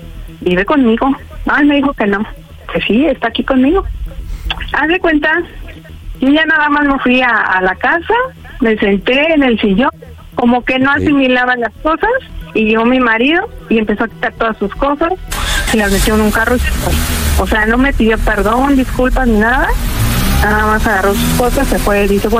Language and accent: Spanish; Ecatepec, State of Mexico, Mexico; Soy de Ecatepec.